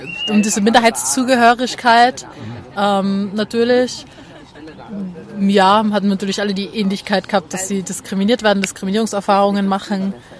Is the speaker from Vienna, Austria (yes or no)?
no; Innsbruck, Tyrol, Austria; Also ich bin in Innsbruck geboren, aufgewachsen, also nie woanders gelebt, bin treu geblieben.